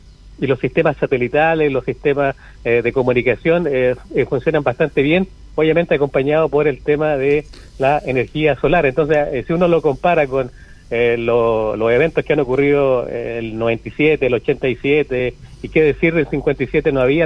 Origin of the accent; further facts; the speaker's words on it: Chile; somos chilenos